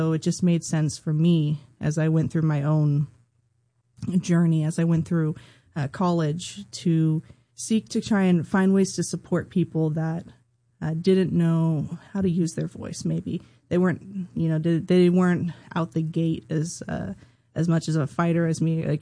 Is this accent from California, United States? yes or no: yes; Santa Rosa, California, United States; moved away as an adult; now in Sacramento, United States; I am born and raised from Sonoma County. I grew up in Santa Rosa predominantly, and so coming out here to Sacramento, I just felt like God was calling me out here. And so now, obviously, I've been here about a year.